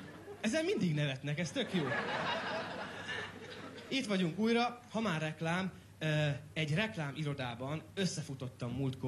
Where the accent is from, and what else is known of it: Hungary; born or raised there; moved away